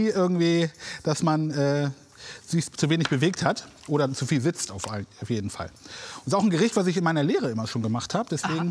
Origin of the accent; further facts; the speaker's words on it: Goslar, Lower Saxony, Germany; Nicht nur groß geworden, ich bin in Goslar geboren.